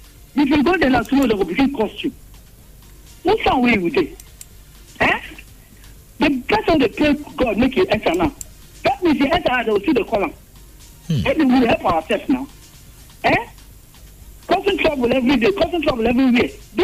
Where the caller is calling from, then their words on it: Nigeria; I'm calling from Omucha.